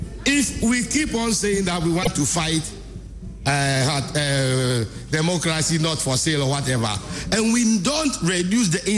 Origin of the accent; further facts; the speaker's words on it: Hobankwe, Ghana; from Hobankwe.